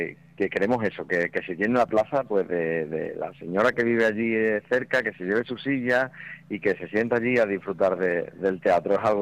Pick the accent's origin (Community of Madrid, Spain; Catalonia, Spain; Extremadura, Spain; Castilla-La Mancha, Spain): Extremadura, Spain; Almendralejo; Yo soy de Almendralejo